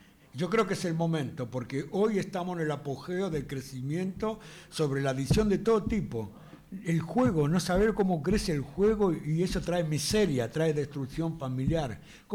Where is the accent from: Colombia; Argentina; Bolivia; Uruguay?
Argentina; Loma del Mirador, Buenos Aires Province; born there; ahí nací y ahí vivo